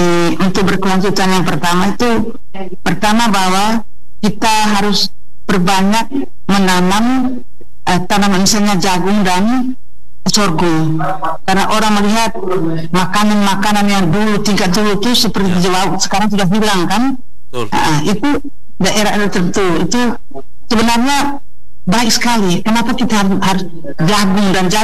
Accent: Flores, East Nusa Tenggara, Indonesia; now in Kupang, Indonesia; Iya, di kampung saya masih bagus sekali, di Florence pada umumnya.

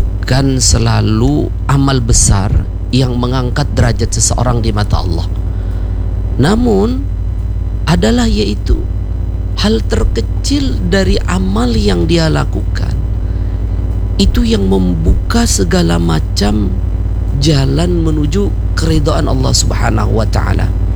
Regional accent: Banjar, South Kalimantan, Indonesia; Maka ada ulama di tempat kita, ya, orang Banjar biasanya mengiau Abah Haji atau Guru Judi.

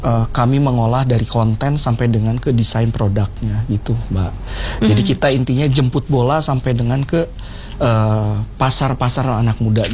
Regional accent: Bandung, West Java, Indonesia; Saya Bandung, tapi Bandung. Ada turunan Garut.

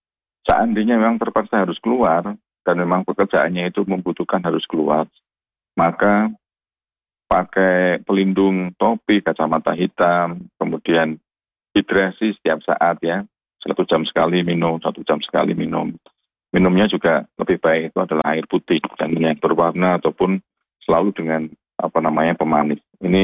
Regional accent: Semarang, Central Java, Indonesia; kita sebagai warga Kota Semarang

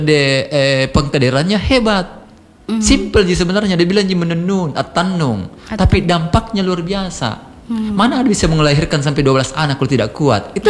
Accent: South Sulawesi, Indonesia; Itu hal-hal yang substansi dan ayo kita lakukan itu menjadi ciri kolektif sebagai orang Bugis Makassar.

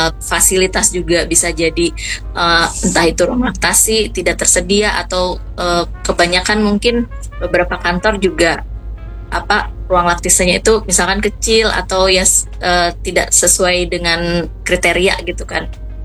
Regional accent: West Java, Indonesia; now in South Kalimantan, Indonesia; saya sendiri kan berasal dari Jawa Barat gitu ya Kak ya, ternyata pas pindah ke sini, ke Kalimantan Selatan gitu

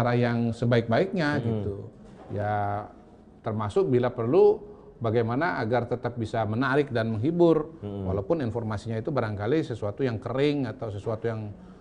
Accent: Palembang, South Sumatra, Indonesia; born there; also born or lived in Central Kalimantan; Kebetulan karena saya lahir di Palembang, terus lama tinggal di Kalimantan Tengah, ini dua daerah yang kalau ada kebakaran hutan itu paling parah.

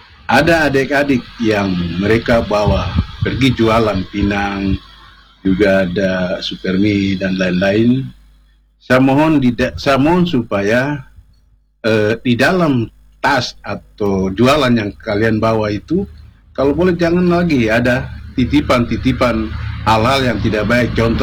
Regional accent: South Papua, Indonesia; sebagai anak Ninati dan juga Yetetkun, dan katakan anak Jonggom

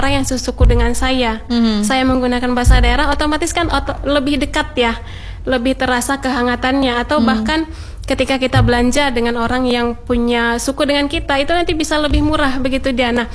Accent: North Sumatra, Indonesia; Dan misalnya saya Batak, ketika kita saya ngobrol bahasa Batak, orang akan tahu oh Batak itu seperti ini, oh ngomongnya agak tinggi nadanya Baba.

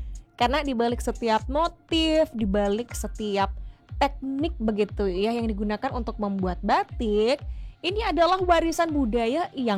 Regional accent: Bali, Indonesia; kita orang Bali

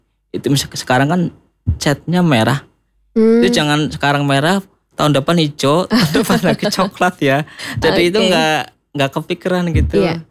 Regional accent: Purwokerto, Central Java, Indonesia; kota saya sendiri di Purwokerto.

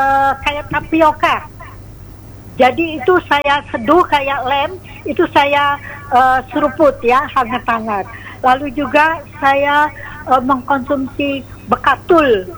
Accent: Lembang, West Java, Indonesia; sebetulnya saya dari Lembang, Bandung, tapi posisi sedang ada di Cirebon dalam rangka ziarah makam-makam wali ya.

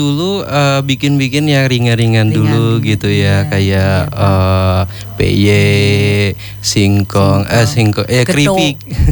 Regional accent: Sintang, West Kalimantan, Indonesia; Kata kita orang Sintang apa? Panas bedengkang gitu ya.

